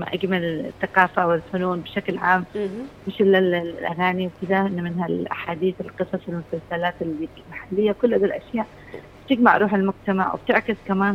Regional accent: Yemen; هويتنا كيمنيين

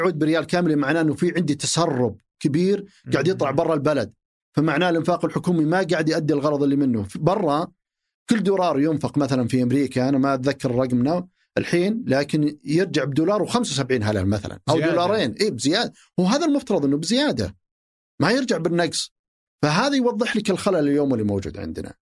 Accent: Saudi Arabia; عندنا في السعودية

